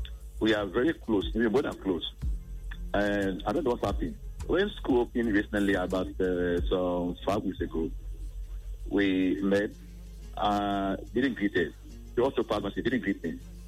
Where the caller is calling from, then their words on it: Ghana; From Mataiko.